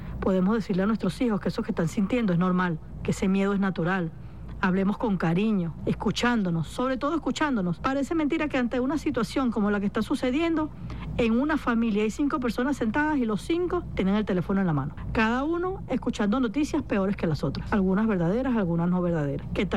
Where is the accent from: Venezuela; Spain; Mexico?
Venezuela; Este es un momento que nos une, que nos abraza y que nos hace recordar quiénes somos como venezolanos.